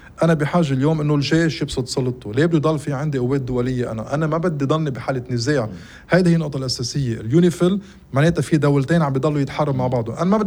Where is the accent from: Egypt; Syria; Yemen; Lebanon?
Lebanon; أنا كلبناني